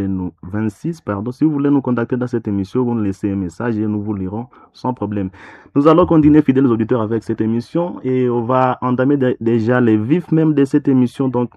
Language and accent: French; DR Congo; en Afrique et chez nous, en RDC en particulier.